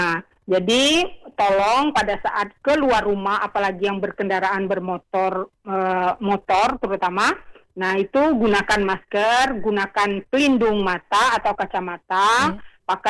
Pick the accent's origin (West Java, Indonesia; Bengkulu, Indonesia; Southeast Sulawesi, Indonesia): Bengkulu, Indonesia; kita sebagai warga Kota Bengkulu